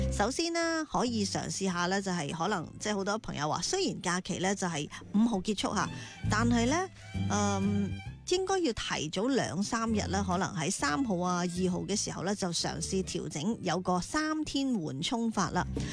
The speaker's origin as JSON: {"language": "Cantonese", "region": "Guangdong", "country": "China", "said": "我哋广东人"}